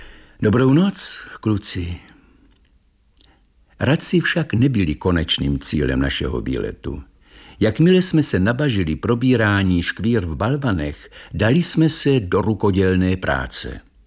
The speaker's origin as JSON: {"language": "Czech", "town": "Kroměříž", "region": "Zlín Region", "country": "Czechia", "tie": "born or raised there", "said": "Mé rodné město Kroměříž spojilo své neskrovné osudy s řekou, která není ani široká, ani úzká, ani hluboká, ani mělká. A v dobách mého dětství voněla čistotou."}